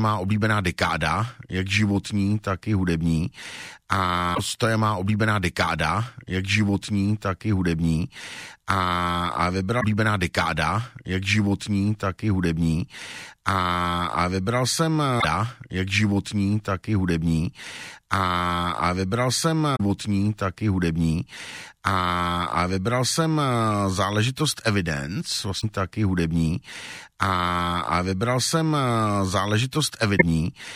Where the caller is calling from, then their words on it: Olomouc, Olomouc Region, Czechia; Kamaráde z Olomouce, zdravím mé rodné město ještě jednou